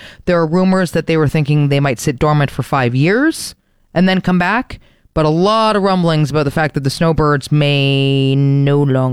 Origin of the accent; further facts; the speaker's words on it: Canada; I'm Canadian, bitch.